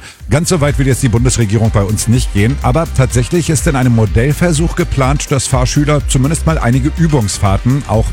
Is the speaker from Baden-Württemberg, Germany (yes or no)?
no; Gifhorn district, Lower Saxony, Germany; Ich komme zum Beispiel aus dem Kreis Gifhorn